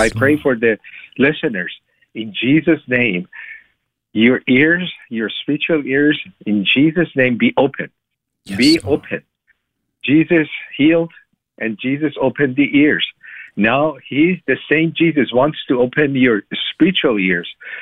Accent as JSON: {"language": "English", "country": "Iran", "moved": "as an adult", "lives_now": "United States", "said": "I was born in Iran. I'm from Iran and Muslim, pretty devout in my early years."}